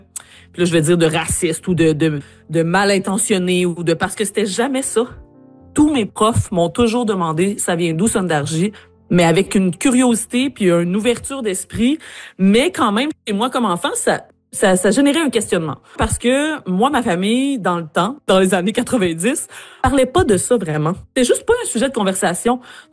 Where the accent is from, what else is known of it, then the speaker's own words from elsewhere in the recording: Ascot Corner, Quebec, Canada; Alors que moi, je viens de Ascot Corner, je viens de Majinga à Madagascar, je viens de Bejuka en Inde, puis je me retrouve en Madagascar